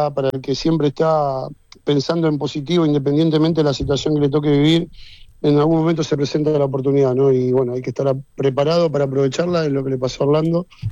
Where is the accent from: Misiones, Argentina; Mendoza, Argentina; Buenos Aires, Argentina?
Buenos Aires, Argentina; moved away; Yo soy, escúchame, Gavilán entre Carranza y Lascano, a la vuelta de la casa del Diego